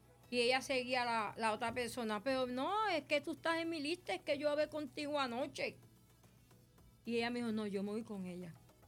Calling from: Cataño, Puerto Rico; Hacía tiempo que no vean una cosa así en mi pueblo de Cataño.

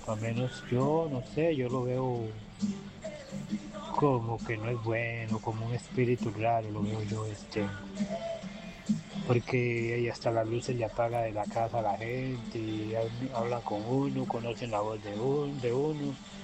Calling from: Guápiles, Limón, Costa Rica; Soy aquí de Guapo

